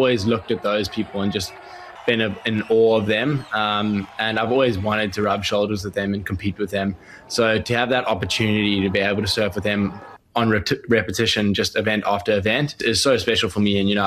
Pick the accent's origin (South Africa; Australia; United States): South Africa; share it with like my family and my best friends and with all the other South Africans.